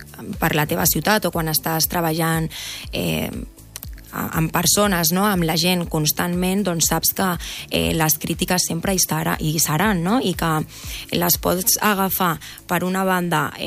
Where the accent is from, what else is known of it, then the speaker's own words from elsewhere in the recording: Rubí, Catalonia, Spain; de la meva ciutat, d'on soc des de ben petitona.